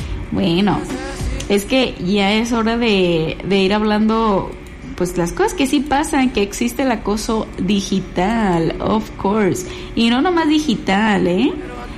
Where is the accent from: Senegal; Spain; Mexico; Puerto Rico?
Mexico; Morelia, Michoacán; somos de Morelia